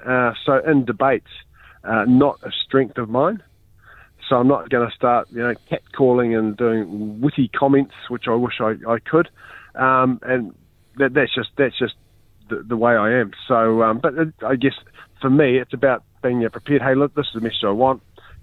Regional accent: Hawke's Bay, New Zealand; I'm from Tuki Tuki. My parents, you know, on dad's side, the shearers from Bridge Par, and mum's side, the orchardist from Hastings. So we've been here for a long while.

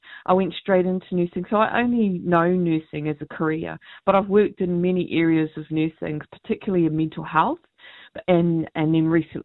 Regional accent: Northland, New Zealand; We whakapapa to Ngāti Hikaro down in Kawhia Moana, although I grew up here in Te Tai Tokiro.

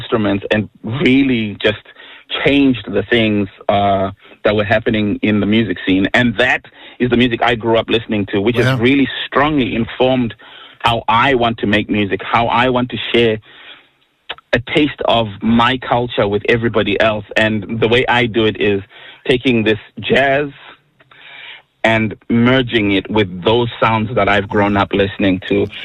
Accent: Zimbabwe; growing up in Zimbabwe, you have quite a big celebration of traditional music.

